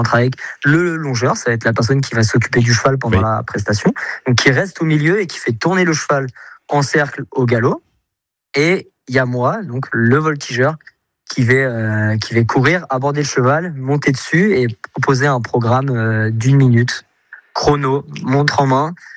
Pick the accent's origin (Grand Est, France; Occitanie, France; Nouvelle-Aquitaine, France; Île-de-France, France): Nouvelle-Aquitaine, France; Saint-Hilaire-Bonneval; also born or lived in Lille / Le Mans; now in Saumur, France; Exactement, Saint-Hilaire-Bonneval, je suis né à Lille, j'ai grandi à Saint-Hilaire-Bonneval, et puis je me suis déplacé pour le sport au Mans, où je suis resté quelques années, et maintenant je suis à Saumur